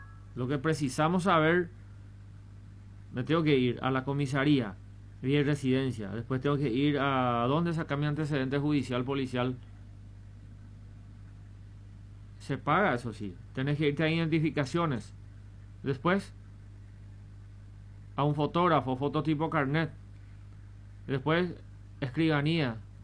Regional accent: Presidente Franco, Alto Paraná, Paraguay; aquí los anfitriones que somos nosotros los de Franco.

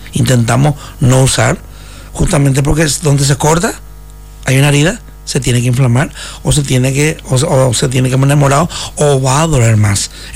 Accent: Paraguay; moved away as an adult; also born or lived in Brazil / Spain; Yo soy paraguayo, soy paraguayitina, y me fui a Brasil primero, después me fui a España

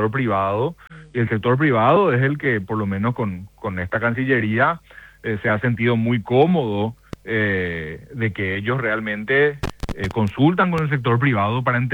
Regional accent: Paraguay

